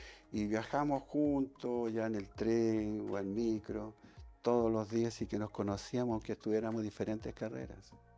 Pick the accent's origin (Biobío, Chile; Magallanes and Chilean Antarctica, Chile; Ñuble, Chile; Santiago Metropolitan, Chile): Biobío, Chile; Tomé; Y nací acá en Tomé, en Cerro Alegre. Y en Cerro Alegre hay una calle llamada Rincón Grande en ese momento, número 88. Porque yo nací ahí, en la casa, no en el hospital.